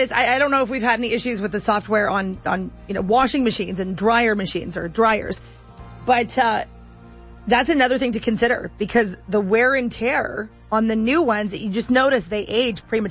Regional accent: Oakville, Ontario, Canada; when I was growing up in Oakville

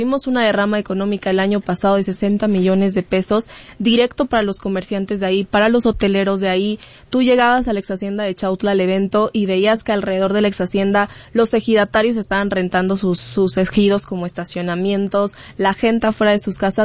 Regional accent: Mexico; para nosotros como mexicanos

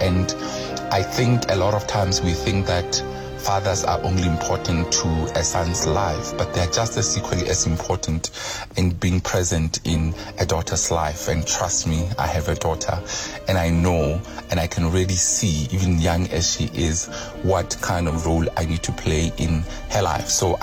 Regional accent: Mpumalanga, South Africa; I grew up in a small village called Masube, Pankop in Mpumalanga, and I think that's where the story of my life got all of its ingredients and the spices to make me who I am.

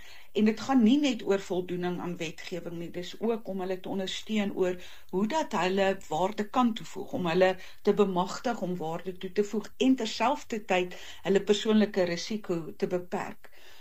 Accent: Klerksdorp, North West, South Africa; born there; Gebore in Noordwes in die goeie ou Klerksdorp.

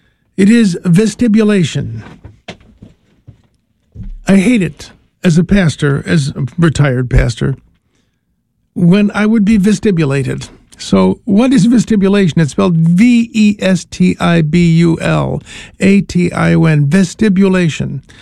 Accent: Chicago, Illinois, United States; My family is a Detroit family. I grew up in Chicago

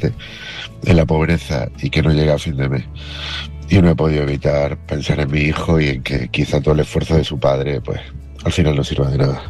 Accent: Málaga, Andalusia, Spain

